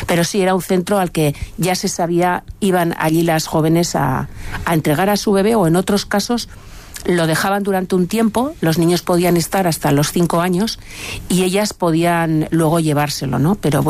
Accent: San Sebastián, Basque Country, Spain; Yo soy de San Sebastián

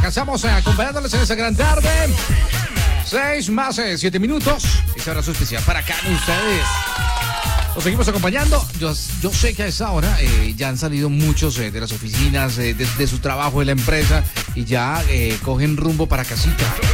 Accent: Colombia; somos muchos los colombianos

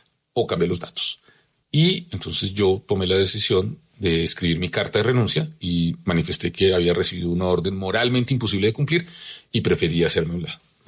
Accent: Bogotá, Colombia; yo nací en un inquilinato en Fontibón, viví en Kennedy, en el barrio de las Américas, luego viví en el barrio Bavaria, luego viví en el Bosque Popular

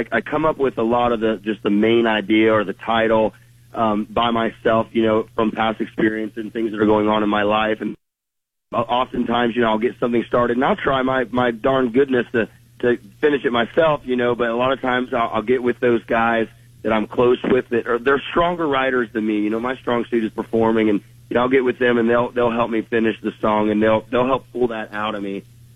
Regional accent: Cambridge, Ohio, United States; moved away; I'm back in my hometown of Cambridge, Ohio.

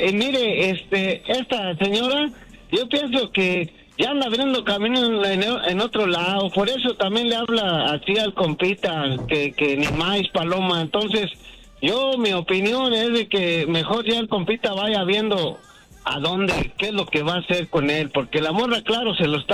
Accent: Michoacán, Mexico; ¿Cómo supiste que soy de Michoacán, Vali?

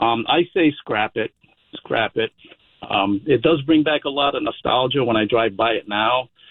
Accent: Providence, Rhode Island, United States; now in Smithfield, United States; I grew up a stone's throw away from that bridge in Fox Point.

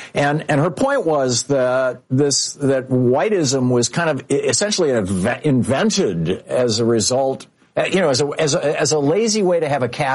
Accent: Lansing, Michigan, United States; the racists that I knew when I grew up in Lansing, Michigan

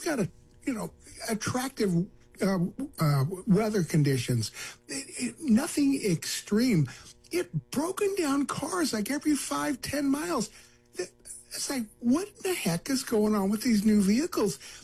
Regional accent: Chicago, Illinois, United States; now in Missouri, United States; Yeah, I was actually up in Chicago. I was testing a number of new vehicles. My hometown.

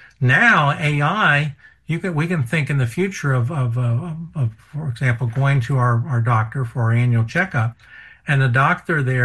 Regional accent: Cincinnati, Ohio, United States; now in North Carolina, United States; I'm from Cincinnati, so I'm a baseball fan. Grew up with the Reds.

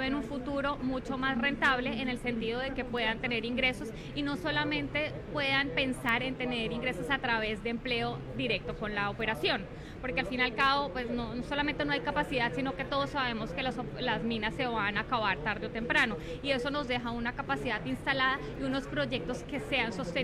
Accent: Cali, Valle del Cauca, Colombia; yo soy oriunda de Cali y en el tema gastronómico tengo todavía el corazoncito

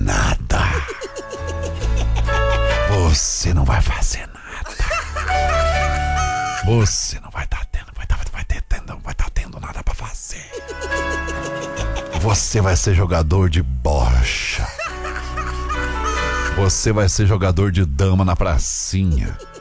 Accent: Lages, Santa Catarina, Brazil; moved away; A gente é de Lages, né? De Santa Catarina.

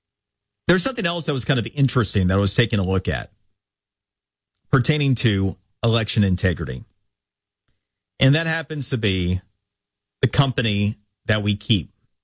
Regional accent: Florida, United States

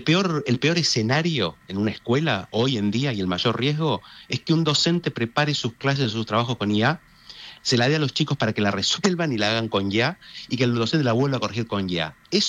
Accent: Argentina; votación internacional, o sea, el que quiera porque somos argentinos, o porque conozca el colegio

